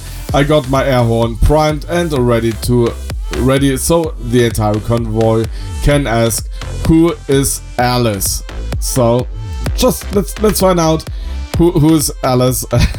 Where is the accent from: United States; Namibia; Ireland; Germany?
Germany; Just kidding. I'm a German. basically, yes, I'm from Germany.